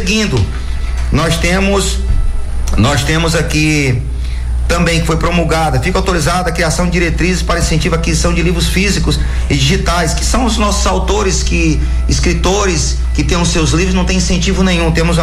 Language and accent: Portuguese; Porto Velho, Rondônia, Brazil; also born or lived in Cruzeiro do Sul, Acre; Eu cresci em Porto Velho, mas eu sou natural de Cruzeiro do Sul, estado do Acre.